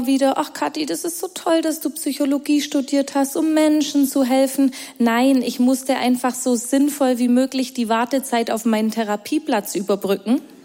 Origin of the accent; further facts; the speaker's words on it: Bavaria, Germany; ich komme aus Bayern, also aus dem schwäbischen Teil Bayerns.